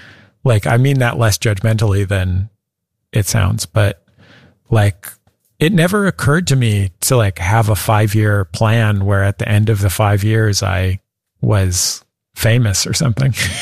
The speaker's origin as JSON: {"language": "English", "town": "San Francisco", "region": "California", "country": "United States", "tie": "born or raised there"}